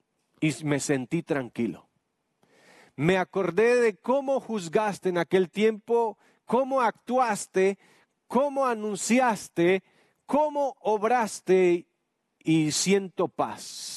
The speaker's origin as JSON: {"language": "Spanish", "country": "Colombia", "said": "decimos en mi tierra, Colombia."}